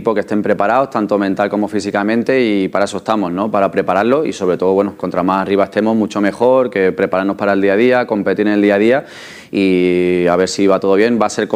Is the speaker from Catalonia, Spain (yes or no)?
yes; Barcelona, Catalonia, Spain; Yo que soy de Barcelona, allí es una pasada los béticos que hay allí.